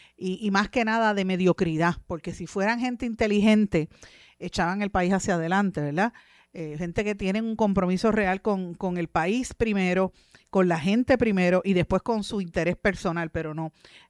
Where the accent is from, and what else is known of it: Puerto Rico